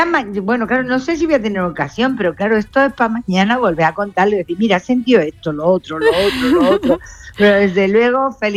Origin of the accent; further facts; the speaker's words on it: Málaga, Andalusia, Spain; Mira, yo digo que para mí mi tierra es muy importante.